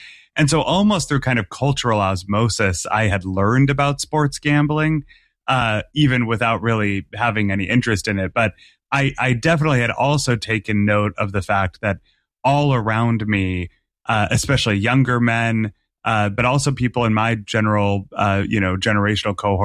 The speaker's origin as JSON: {"language": "English", "region": "Massachusetts", "country": "United States", "tie": "born or raised there"}